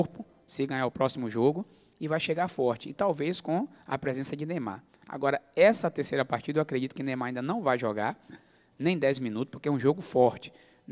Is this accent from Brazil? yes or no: yes; Brazil; acredita como brasileiro